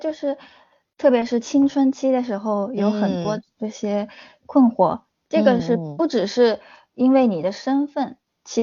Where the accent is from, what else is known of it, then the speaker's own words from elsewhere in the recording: Japan; 像我一样在日本长大的中国人